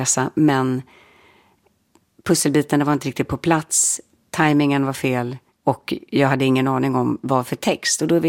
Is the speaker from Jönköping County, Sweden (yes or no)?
no; Stockholm, Stockholm County, Sweden; Vår familj gjorde inte det. Vi kom ju från Stockholm och där lyssnade vi ju då på